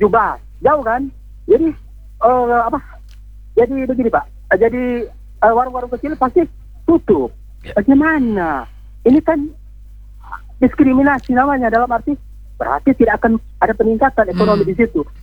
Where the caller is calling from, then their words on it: Motoling, North Sulawesi, Indonesia; dari Motoling, Kabupaten Minas Selatan.